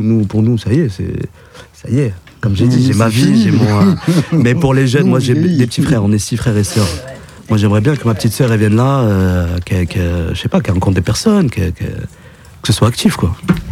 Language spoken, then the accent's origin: French; Coulounieix-Chamiers, Nouvelle-Aquitaine, France; Je suis né à Coulmiers-Chamiers, au Romain-Rolland, là où ils ont détruit les bâtiments.